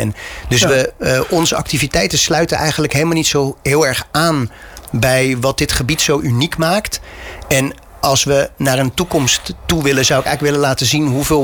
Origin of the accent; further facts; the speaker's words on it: Rhoon, South Holland, Netherlands; Ik ben in Roon geboren, vlak onder Rotterdam.